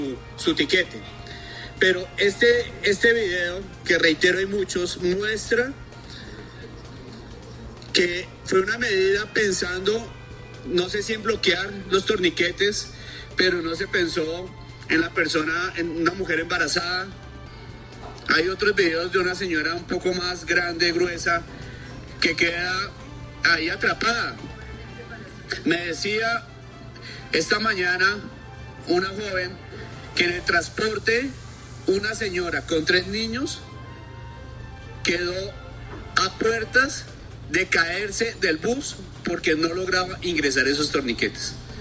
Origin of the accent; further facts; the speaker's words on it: Bogotá, Colombia; los afectados somos todos los bogotanos